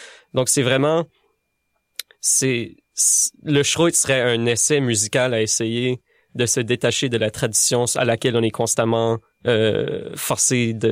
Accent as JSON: {"language": "French", "region": "Acadia", "country": "Canada"}